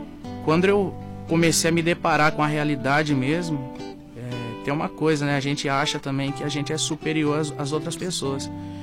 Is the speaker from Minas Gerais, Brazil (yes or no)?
no; São Paulo, Brazil; moved away; eu sou do interior de São Paulo, né? E eu cresci ali até um período de tempo